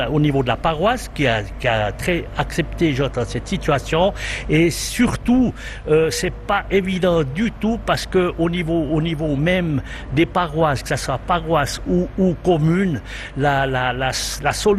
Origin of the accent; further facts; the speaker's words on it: Péry, Bern, Switzerland; Non, je suis de Péry.